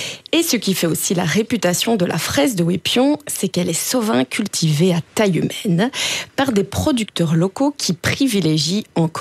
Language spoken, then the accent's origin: French; Namur, Wallonia, Belgium; Aujourd'hui, on va parler d'un trésor bain de chez nous à Namur.